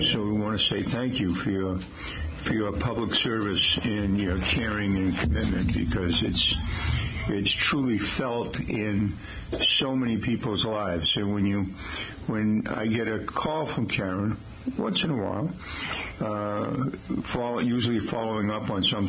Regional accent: Taunton, Massachusetts, United States; born or raised there

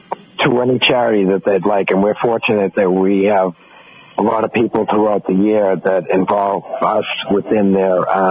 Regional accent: Quincy, Massachusetts, United States; also born or lived in Falmouth, Massachusetts; And I'm from Quincy, and that's why that's a Quincy-based address. But I grew up in the summers in Falmouth.

